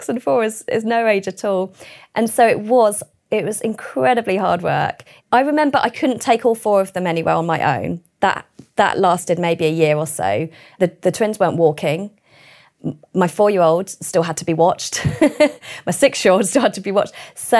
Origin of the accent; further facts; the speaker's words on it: Keynsham, South West England, United Kingdom; also born or lived in Berkshire; now in York, United Kingdom; I was born in the UK. I was born near Keynsham. Well, I grew up in Keynsham for the first few years of my life. And then we moved to Berkshire.